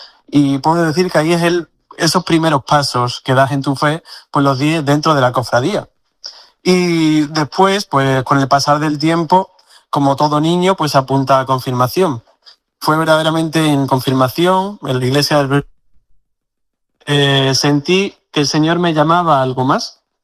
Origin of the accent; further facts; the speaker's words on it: Mérida, Extremadura, Spain; moved away as an adult; en la ciudad de Mérida, en mi ciudad natal.